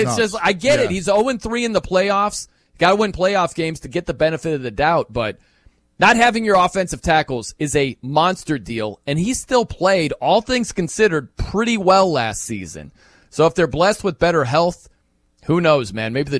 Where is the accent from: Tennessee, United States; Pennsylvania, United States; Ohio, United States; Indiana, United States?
Indiana, United States; South Bend; Ant, I grew up in South Bend, Indiana. I've been a Dolphins fan my entire life. I don't know how that happened. Geographically, makes no sense